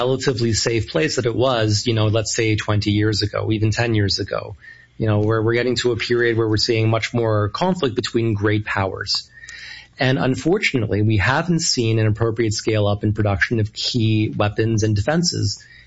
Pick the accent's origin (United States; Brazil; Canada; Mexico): Canada; also born or lived in Toronto; I'm currently in Ukraine, but I'm happy about that as a Canadian